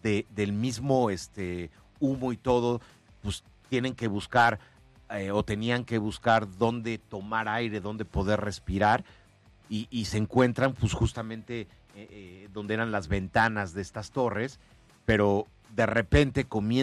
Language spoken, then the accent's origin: Spanish; Mexico; O sea, amo a mi país, soy mexicano.